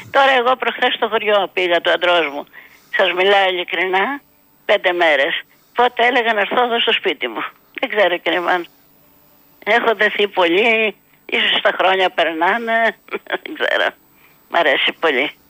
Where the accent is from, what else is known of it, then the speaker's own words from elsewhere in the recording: Corinth, Peloponnese, Greece; born there; now in Athens, Greece; Ωραία χρόνια και εκεί στην επαρχία, στην Κόρινθο. Λοιπόν. Έζησα, μετά ήρθα στην Αθήνα.